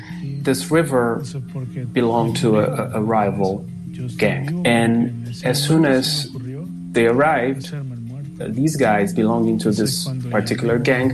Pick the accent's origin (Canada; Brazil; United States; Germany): Brazil; English is a second language; Yeah, well, growing up in Brazil, we're kind of used to gang violence.